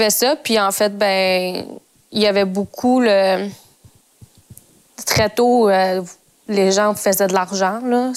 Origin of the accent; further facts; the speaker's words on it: Montreal, Quebec, Canada; j'ai grandi à Montréal, puis mes parents immigrés au Québec.